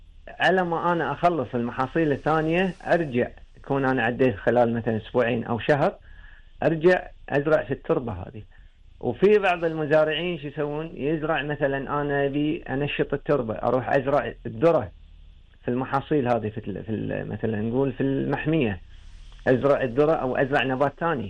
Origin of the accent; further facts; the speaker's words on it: Kuwait; احنا عندنا في الكويت